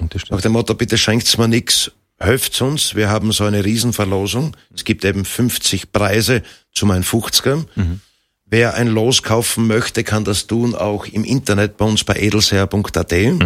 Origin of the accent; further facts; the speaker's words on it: Styria, Austria; Und wir kommen ja aus der Region rund um Bad Waltersdorf